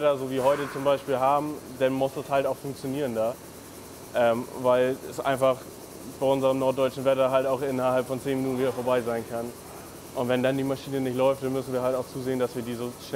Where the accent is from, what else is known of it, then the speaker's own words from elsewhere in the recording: Syria; first language Kurdish; German is a second language; now in Germany; Ich komme aus Nordsyrien. Meine Muttersprache ist Kurdisch. Und ich habe Arabisch auch 11 Jahre gelernt.